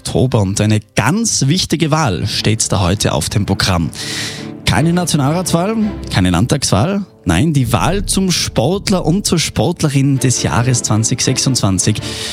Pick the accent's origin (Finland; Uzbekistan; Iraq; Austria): Austria; Tyrol; Also da tun wir uns dann ein bisschen schwer als Tiroler